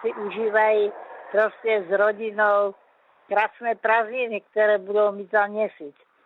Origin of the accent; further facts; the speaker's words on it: Krnov, Moravian-Silesian Region, Czechia; Bosku, já vás zdravím celý Olomouc, okolí Olomouce i Naháne, do Krnova, moje rodné města